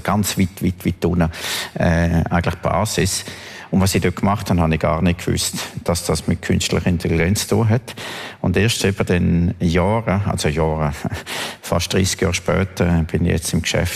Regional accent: Graubünden, Switzerland; bin ich ins Bündnerland und habe ihnen gezeigt, zum Anlass vom 40. Todestag von meinem Vater, wo ich aufgewachsen bin.

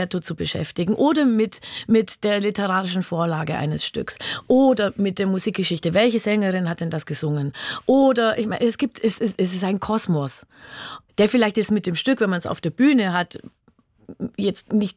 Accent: Günzburg, Bavaria, Germany; Ich bin in Günzburg an der Donau aufgewachsen. Das ist ein kleines, eine große Kreisstadt des Landkreises Günzburg mit ungefähr 20.000 Einwohnern.

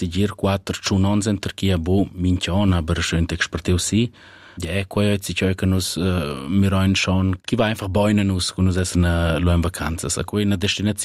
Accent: Albania; Oh, nus, io vengo dall'Albania

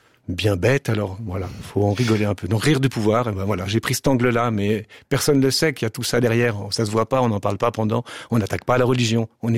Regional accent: Switzerland; moved away as an adult; now in Toulouse, France; ça fait donc 20 ans que je suis en France. Je suis un Suisse en France

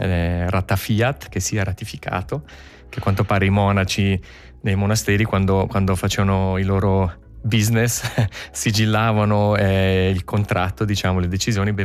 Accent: Caslano, Ticino, Switzerland; moved away as an adult; now in Basel, Switzerland; io sono ticinese, cresciuto a Caslano, però abito da 23 anni a Basilea

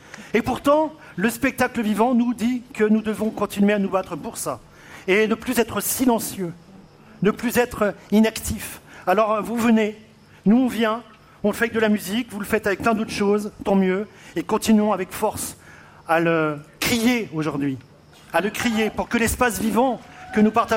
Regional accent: France; de l'autre côté de la frontière, chez nous, en France, il serait bon de retrouver un peu de calme

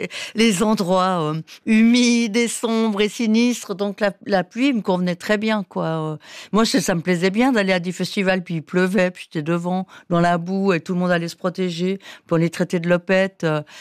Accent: Valais, Switzerland; now in Lausanne, Switzerland; quand on vient du Valais, on connaît une personne, on dit bonjour.

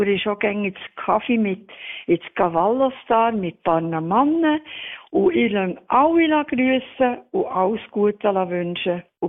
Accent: Bern, Switzerland; now in Ostermundigen, Switzerland; Ich bin in Altstadt aufgewachsen und gehe seither fast 80 Jahre immer in die Stadt Bern.

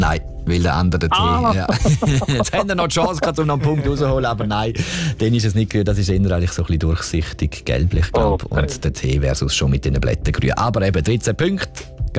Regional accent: Bern, Switzerland; now in Eastern Switzerland; Ja, es hat nichts genützt, dass wir so lange in der Ostschweiz sind. Wir sind immer noch auf Berner Tempo.

